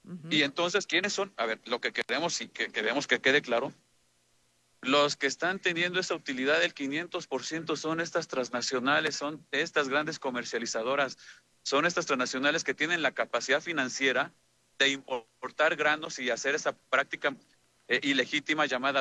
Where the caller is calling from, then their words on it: Tlaxcala, Mexico; Compañeros agricultores de Tlaxcala